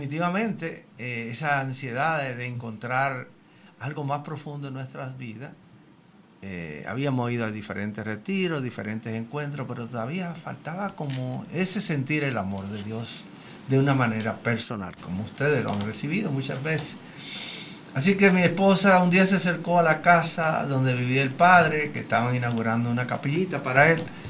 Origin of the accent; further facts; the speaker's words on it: Dominican Republic; now in Miami, United States; Soy de la República Dominicana, ahí inicié mis pasos en los caminos de la fe. No es que estuviera lejos de la iglesia, estaba tan cerca que vivía frente a un templo.